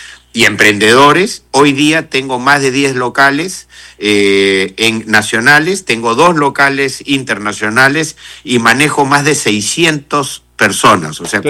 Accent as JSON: {"language": "Spanish", "country": "Peru", "said": "nosotros somos peruanos y somos una raza distinta"}